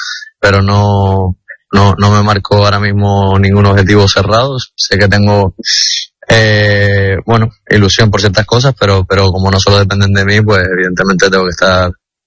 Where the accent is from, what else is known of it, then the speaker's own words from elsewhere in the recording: Las Palmas, Canary Islands, Spain; moved away; es el equipo de mi tierra